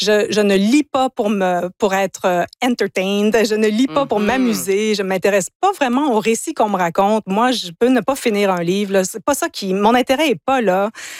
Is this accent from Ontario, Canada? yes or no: yes; Ontario, Canada; first language English; also born or lived in United States / England; Moi, je suis franco-ontarienne au départ, donc j'ai grandi dans l'univers anglophone.